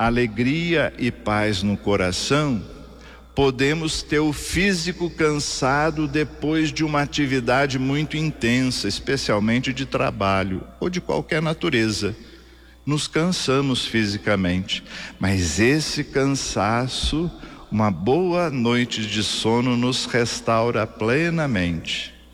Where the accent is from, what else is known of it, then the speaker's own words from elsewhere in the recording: Brazil; somos do Brasil.